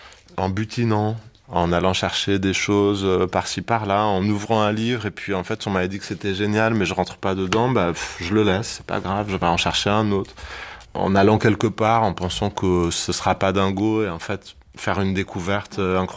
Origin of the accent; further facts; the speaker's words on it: Ivry-sur-Seine, Île-de-France, France; Je l'ai joué à Ivry-sur-Seine, là où j'ai grandi et où j'ai fait toutes mes jeunes années, quoi, on va dire.